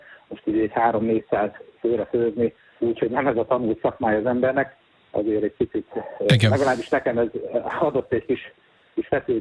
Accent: Jászkarajenő, Pest, Hungary; itt szülőfalumban Jászkarjenőn

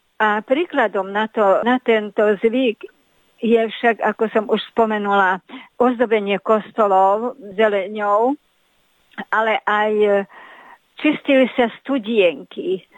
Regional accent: Nagybánhegyes, Békés, Hungary; aj u nás na Veľkom Báhedeši.

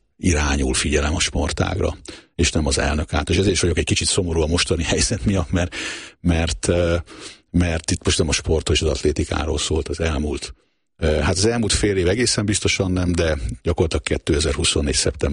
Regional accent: Budapest, Hungary; born there; én kis túlzással a Tüzér utca egy távolugró gödörbe születtem, mert ugye anyu ott tartott edzést, és talán onnan is mentek a szülészetre, hogyha minden igaz, még 1970-ben.

